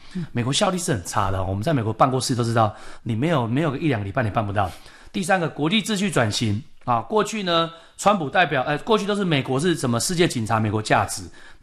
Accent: Taiwan; 我们台湾人比较熟悉这一块

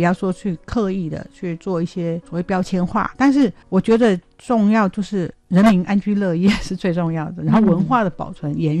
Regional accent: Taiwan; 因为我们台湾人很多人都已经

